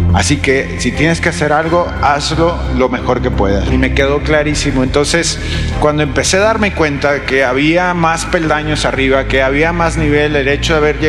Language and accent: Spanish; Mexico; Yo quería venir y quería representar a mi país. Soy orgullosamente mexicano y eso lo llevo en el corazón